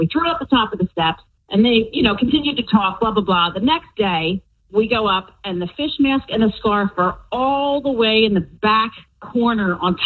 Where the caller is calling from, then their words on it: Warminster, Pennsylvania, United States; Warminster.